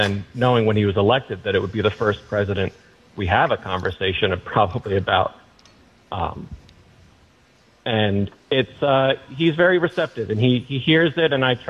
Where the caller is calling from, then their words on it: Medfield, Massachusetts, United States; I'm in Medfield and a long-time listener, first-time caller.